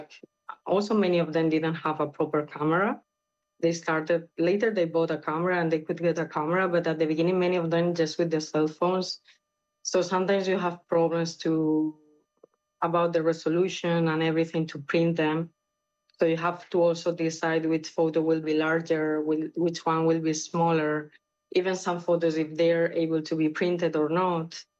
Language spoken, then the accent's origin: English; Sudan; English is a second language; it's not that I'm not only from Sudan, so maybe I don't understand or I was not there.